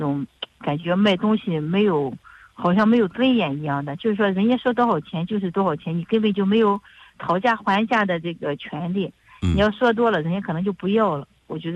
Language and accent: Chinese; Mengyin, Shandong, China; 作为一个蒙阴人，作为一个这个土生土长的这个种桃养桃的人，